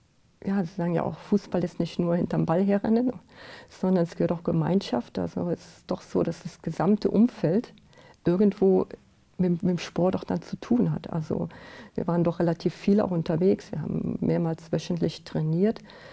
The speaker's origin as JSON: {"language": "German", "country": "Germany"}